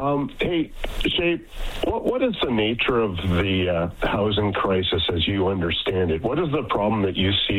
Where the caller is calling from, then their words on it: Calgary, Alberta, Canada; And I'm calling from Calgary.